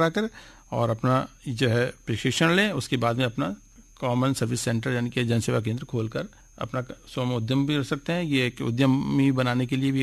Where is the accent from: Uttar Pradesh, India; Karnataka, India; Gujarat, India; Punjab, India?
Uttar Pradesh, India; Bijnor; खासकर हमारे जिला बिजनौर में